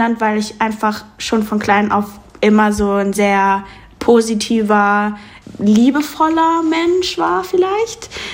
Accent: Mannheim, Baden-Württemberg, Germany; ich bin gebürtige Deutsche und ich bin in Mannheim auch groß geworden und aufgewachsen.

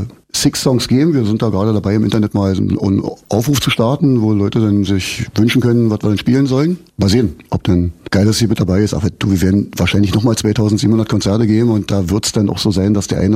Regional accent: Brandenburg, Germany; Schon ein Grund mehr zu sagen, wir kommen aus Brandenburg.

